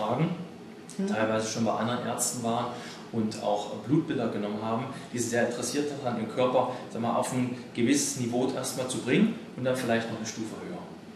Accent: Halle, Saxony-Anhalt, Germany; Ich komme aus Halle. Und hatte halt in dem Umkreis geschaut, was ist so halbe Stunde bis 40 Minuten von meinem Wohnort entfernt.

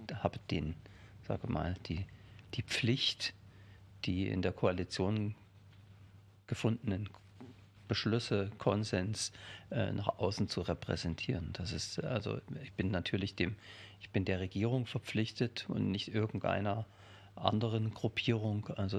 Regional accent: Hirschberg, Thuringia, Germany; moved away as an adult; also born or lived in Schleiz / Jena; Also bin gebürtiger Thüringer, bin 1965 in Hirschberg an der Saale geboren, im südöstlichsten Zipfel Thüringens, kann man sagen, genau an der Grenze zwischen Bayern, Thüringen und Sachsen. Bin ja Thüringer Vogtländer

